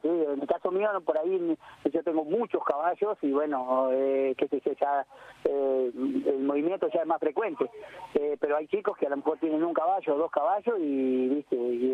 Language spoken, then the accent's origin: Spanish; La Pampa, Argentina; Nosotros que somos criados, nacidos y criados en La Pampa